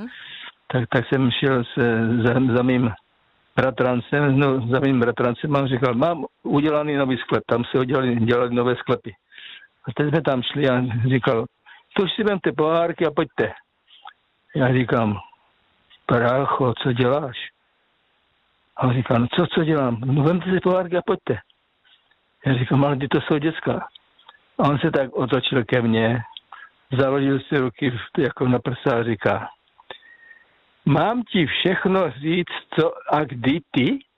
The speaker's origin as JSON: {"language": "Czech", "region": "Moravian Slovakia", "country": "Czechia", "said": "jako já pocházím ze Slovácka, tam se říká stařenka, ne babička."}